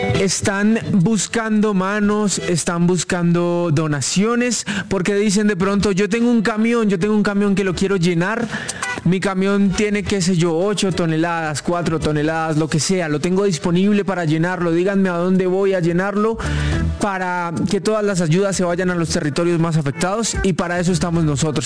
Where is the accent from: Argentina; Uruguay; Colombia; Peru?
Colombia; para nosotros como colombianos